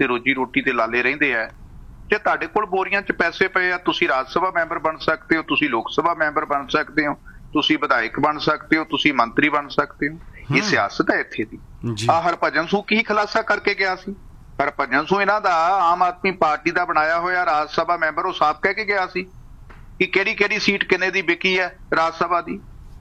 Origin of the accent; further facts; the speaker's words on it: Punjab, India; ਅਸੀਂ ਪੰਜਾਬ ਦੇ ਲੋਕ ਹੈ, ਪੰਜਾਬ ਦੇ ਵਸ਼ਿੰਦੇ ਹੈ